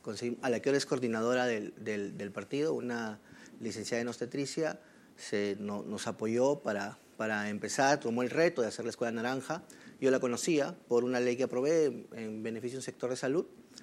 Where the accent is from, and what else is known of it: Piura, Peru